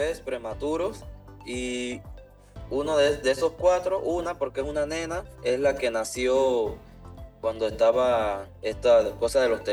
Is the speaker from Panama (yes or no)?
yes; Panama; nosotros los panameños, a la hora de juntarnos para ayudar, me di cuenta que somos bien solidarios.